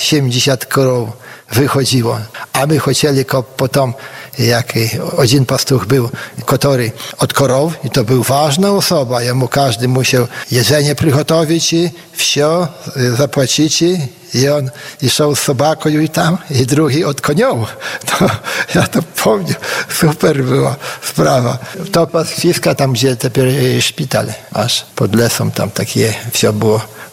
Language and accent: Polish; Hajnówka, Podlaskie Voivodeship, Poland; Z Gajnówki pochodzę, z dziada, pradziada, korenie tutaj moje.